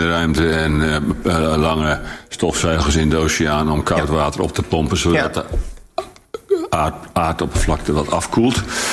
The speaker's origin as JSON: {"language": "Dutch", "town": "Emmeloord", "region": "Flevoland", "country": "Netherlands", "tie": "born there", "said": "Want ik ben geboren in Emmeloord, achter die Afsluitdijk."}